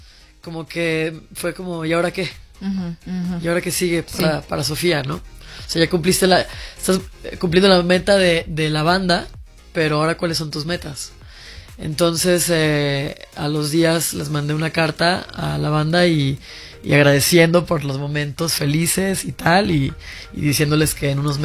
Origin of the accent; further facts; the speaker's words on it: Mexico; moved away as an adult; also born or lived in Guadalajara; Sí, estudié música, me fui a Guadalajara a estudiar música. Yo soy de La Baja.